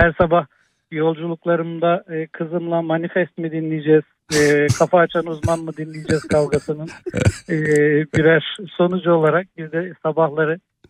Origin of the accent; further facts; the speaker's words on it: Kırıkkale, Turkey; Kırıkkaleliyim aynı zamanda. Kırıkkale'de doğup büyüdüm.